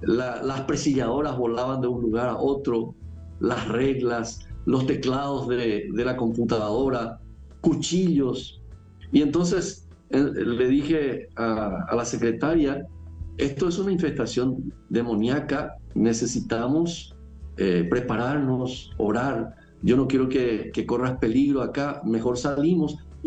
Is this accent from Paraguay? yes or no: yes; Paraguay